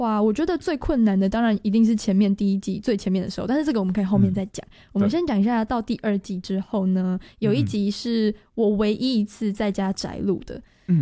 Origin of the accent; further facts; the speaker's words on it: Tainan, Taiwan; born there; first language Taiwanese Hokkien; Chinese is a second language; moved away; 因为我回台南了，对，所以在台南的家里